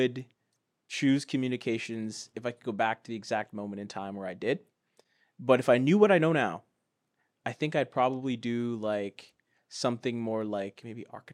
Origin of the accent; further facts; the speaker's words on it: Ghana; I'm from Ghana